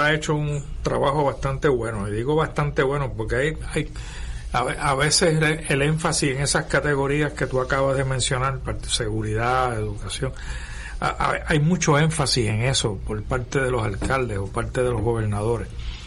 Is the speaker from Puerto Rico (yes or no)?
yes; San Juan, Puerto Rico; yo soy de Puerto Nuevo